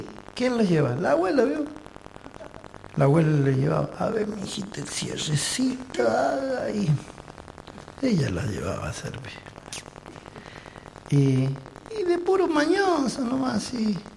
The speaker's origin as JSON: {"language": "Spanish", "town": "Barrancas", "region": "Mendoza", "country": "Argentina", "tie": "born or raised there", "said": "mi pueblo, Barranca tiene una iglesia chiquita"}